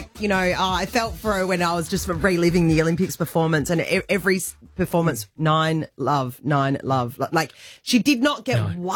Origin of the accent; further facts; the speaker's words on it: Australia; You know me. I'm an Aussie B-girl.